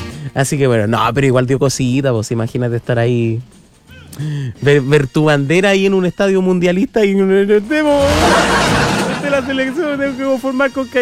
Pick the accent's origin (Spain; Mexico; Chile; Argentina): Chile; como buen chileno en todo caso, siempre estamos metidos en el bar ahí.